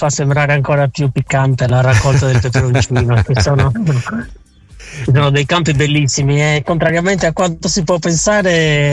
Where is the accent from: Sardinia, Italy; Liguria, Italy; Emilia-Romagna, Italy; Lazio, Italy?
Sardinia, Italy; anche noi sardi